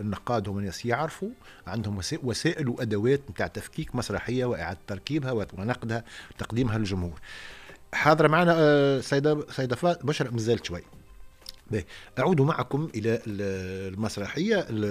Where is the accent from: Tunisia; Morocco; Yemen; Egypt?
Tunisia; عندنا في تونس